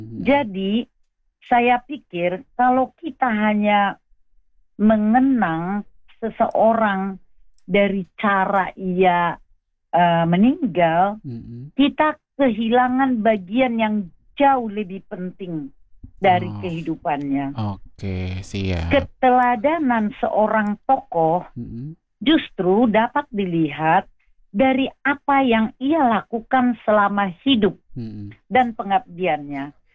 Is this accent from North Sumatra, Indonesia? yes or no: yes; Balige, North Sumatra, Indonesia; Balige, di kampungku juga nih.